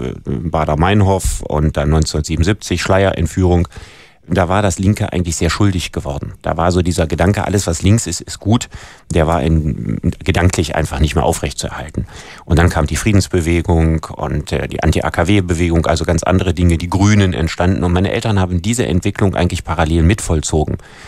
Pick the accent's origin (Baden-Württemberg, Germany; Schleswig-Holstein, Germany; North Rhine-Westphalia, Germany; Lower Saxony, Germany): North Rhine-Westphalia, Germany; Solingen; born there; Also ich bin geboren 1964 in Solingen, also in einer vergleichsweise kleinen Stadt